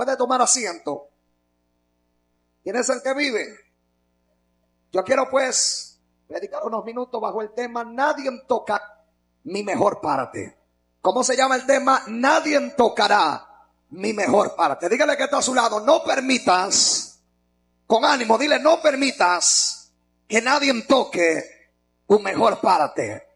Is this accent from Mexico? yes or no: no; Caracas, Capital District, Venezuela; vengo de Caracas, Venezuela. Dios bendiga a la gente de Montería.